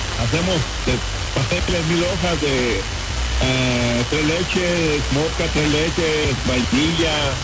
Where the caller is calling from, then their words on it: Springfield, Utah, United States; Estamos en Utah, para que no se confunda la gente, entrego el área de California. Utah, Springfield, Utah.